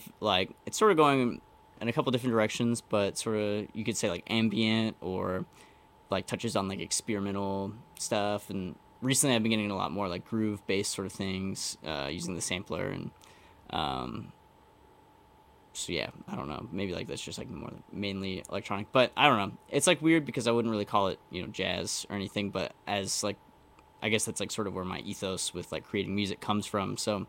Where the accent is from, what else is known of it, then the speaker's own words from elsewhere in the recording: Lexington, Kentucky, United States; I'm from Lexington, Kentucky